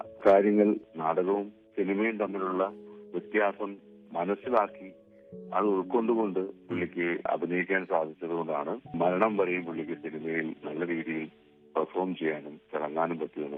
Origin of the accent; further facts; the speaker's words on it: Ernakulam, Kerala, India; എറണാകുളത്ത് ഞാൻ ജനിച്ചു വളർന്ന ആ സ്ഥലത്തുള്ള